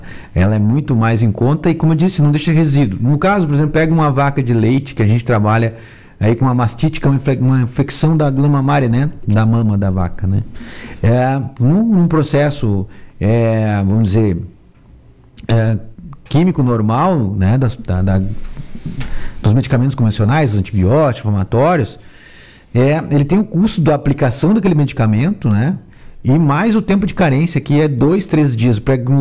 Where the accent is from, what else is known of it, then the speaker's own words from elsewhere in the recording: Rio Grande do Sul, Brazil; now in Santa Catarina, Brazil; Eu sou gaúcho, né?